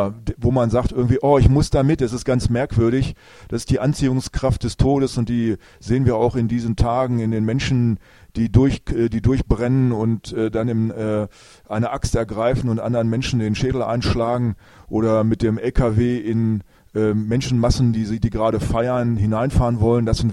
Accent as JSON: {"language": "German", "town": "Hameln", "region": "Lower Saxony", "country": "Germany", "said": "Ich komme aus der Rattenfängerstadt Hameln und ich kenne mich aus mit betörenden Melodien."}